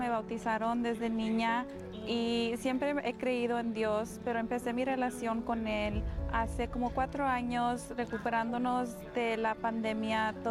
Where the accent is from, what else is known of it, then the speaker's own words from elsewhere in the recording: the Valley, Texas, United States; Yo soy nacida aquí del Valle, so desde chiquita he venido a esta iglesia